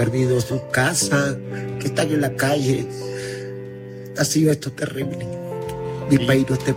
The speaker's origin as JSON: {"language": "Spanish", "country": "Venezuela", "said": "Yo le pido al mundo que ayude a mi país, a los venezolanos."}